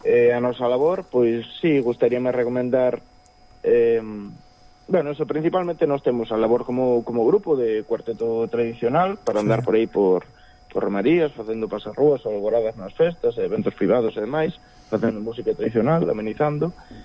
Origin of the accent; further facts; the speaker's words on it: Ibias, Asturias, Spain; now in Begonte, Spain; Sí, bueno, a ver, eu ser son de Ibias, de cerca de San Carlos, da parte de Asturias, pero bueno, vivo aquí cerca en Begonte, sí.